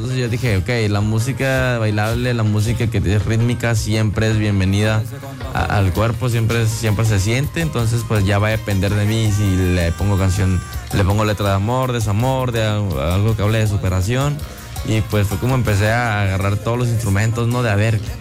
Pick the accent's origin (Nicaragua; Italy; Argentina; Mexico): Mexico; Oaxaca; ahorita ya me regreso a mi tierra a descansar, ya tengo un mesecito fuera de la casa.